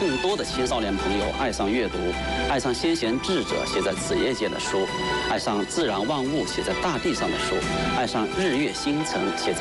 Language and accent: Chinese; Changde, Hunan, China; born there; 我是1976年出生在湖南常德一个农村家庭。